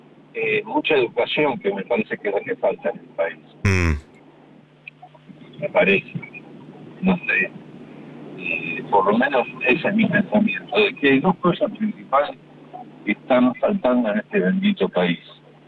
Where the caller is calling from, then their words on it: Grand Bourg, Buenos Aires Province, Argentina; de Granburg.